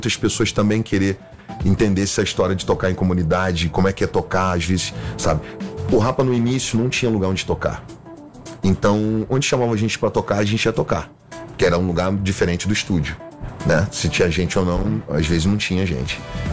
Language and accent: Portuguese; Rio de Janeiro, Brazil; Aí falou de um jeito diferente comigo, sou carioca, aí falou de jeito diferente comigo